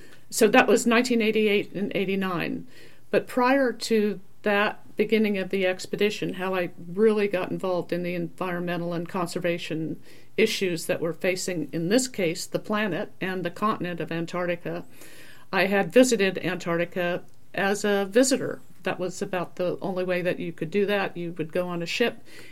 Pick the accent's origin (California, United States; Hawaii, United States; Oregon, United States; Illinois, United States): Hawaii, United States; Honolulu; Before I met Peter in 1990, I grew up in Honolulu.